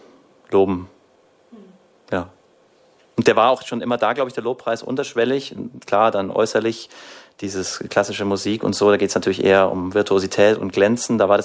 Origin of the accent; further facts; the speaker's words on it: Bavaria, Germany; accent: Upper Palatinate dialect (Oberpfälzisch); first language Upper Palatinate dialect (Oberpfälzisch); Meine Mama kommt aus der Oberpfalz. Oberpfälzisch ist meine Muttersprache.